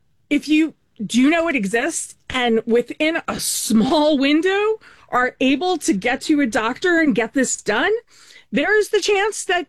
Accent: New York, United States; Right, because I'm from New York, so everything, it's New York, California and stuff in between.

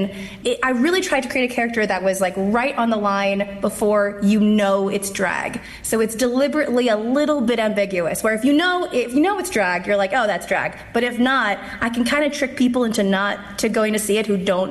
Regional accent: Canada; So, and I'm Canadian, so it's even worse.

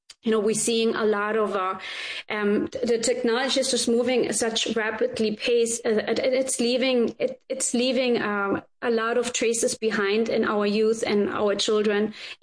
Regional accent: Germany; now in United States; I was raised in Germany

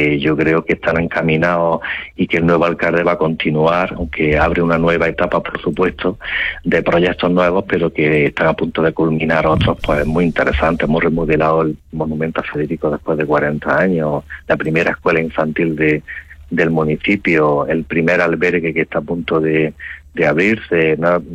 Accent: Fuente Vaqueros, Andalusia, Spain

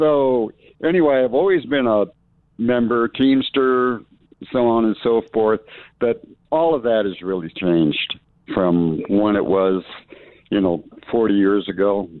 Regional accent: San Francisco, California, United States; moved away as an adult; now in La Porte, Minnesota, United States; I grew up in San Francisco

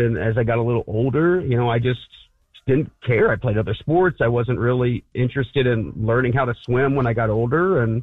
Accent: Indiana, United States; moved away as an adult; now in Florida, United States; I grew up in Indiana, and we didn't have a pool or anything.

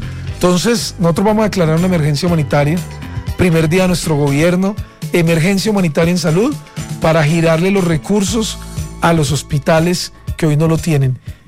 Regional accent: Riosucio, Caldas, Colombia; yo no soy de Bogotá, yo soy de un pueblo que se llama Risucio Caldas y soy caldense, es decir, yo soy de provincia.

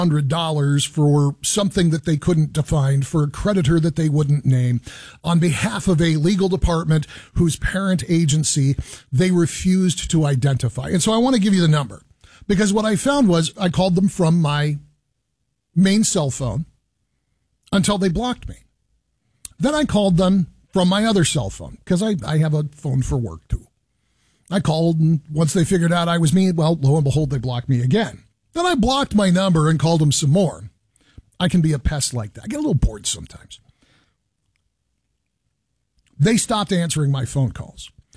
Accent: the Bay Area, California, United States; moved away; so my hometown, the Bay Area.

